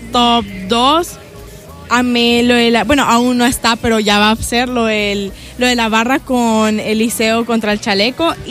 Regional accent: El Salvador

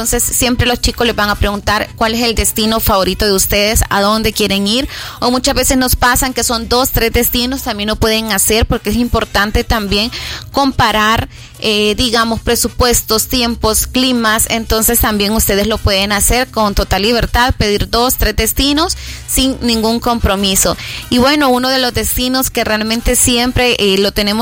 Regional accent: El Salvador; nuestro pasaporte como salvadoreños

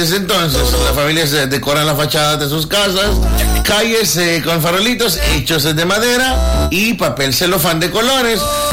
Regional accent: El Salvador; nuestra identidad como salvadoreños y salvadoreñas.

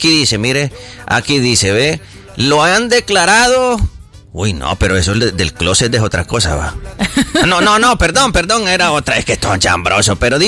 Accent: El Salvador; Lástima, porque ayer sí todos los salvadoreños estábamos apoyándolos, porque cuando salimos a jugar de El Salvador, somos centroamericanos

